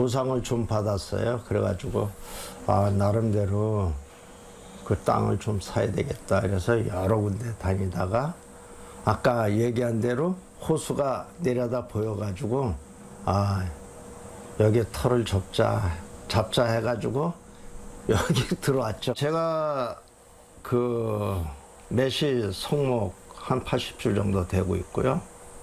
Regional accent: Chuncheon, Gangwon, South Korea; also born or lived in Daegu / Incheon; 전쟁 당시에 대구에서 태어났고 인천을 거쳐서 이제 춘천에서 어려서부터 지금까지 쭉 자라고 있죠.

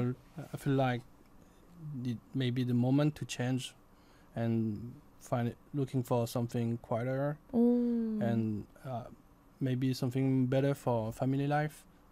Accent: Paris, Île-de-France, France; No, I'm not from Hong Kong. I'm actually I was born in Paris and I grew up there. But my parents, my father is from Hong Kong and my mother is from Singapore.

